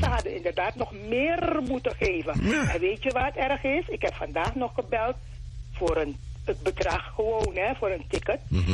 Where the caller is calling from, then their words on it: Roosendaal, North Brabant, Netherlands; met Roosendaal.